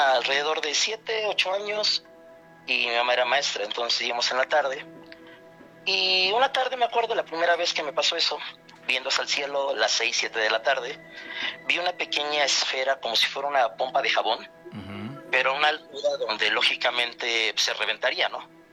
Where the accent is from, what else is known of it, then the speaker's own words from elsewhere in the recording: Atlixco, Puebla, Mexico; now in Puebla, Mexico; Yo soy de Puebla. Sí, señor. Pero toda mi vida estuve en Atlixco.